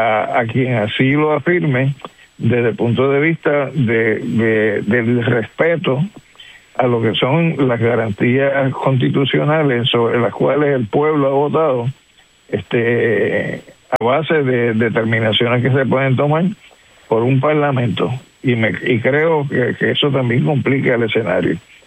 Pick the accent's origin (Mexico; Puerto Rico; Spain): Puerto Rico; yo soy puertorriqueño nacional